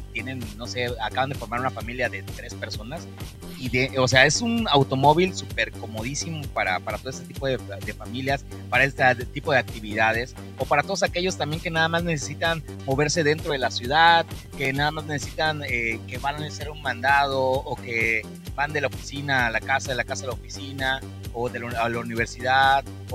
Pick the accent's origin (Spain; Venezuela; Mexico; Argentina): Mexico; para todos aquellos que somos mexicanos, como buen charro mexicano